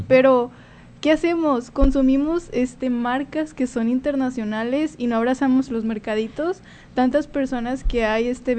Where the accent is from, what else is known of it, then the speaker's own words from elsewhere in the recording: Mexico; México es un país lleno de lenguas y nosotros somos eso, somos de México